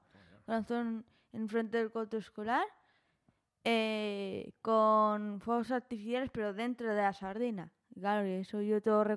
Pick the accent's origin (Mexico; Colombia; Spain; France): Spain; La Robla, Castile and León; born there; yo de pequeña en la Robla... Hice de papona de Semana Santa.